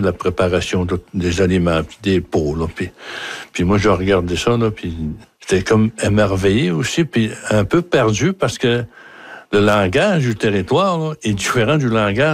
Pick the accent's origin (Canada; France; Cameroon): Canada; Sept-Îles, Quebec; born there; Je suis né, ben, à Sept-Îles, pas loin de Sept-Îles, là. Puis, j'étais au pensionnat.